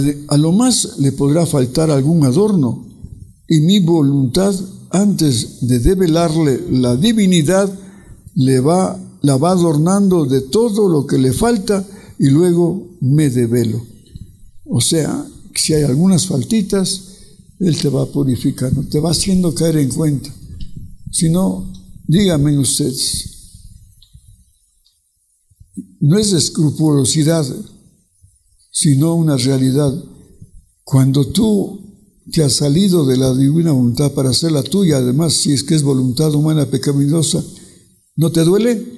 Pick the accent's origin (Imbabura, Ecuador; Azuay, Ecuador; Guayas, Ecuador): Imbabura, Ecuador; Ibarra; soy de Ibarra.